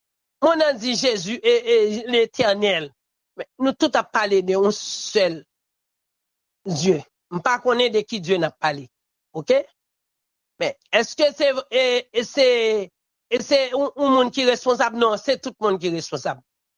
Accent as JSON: {"language": "French", "country": "Haiti"}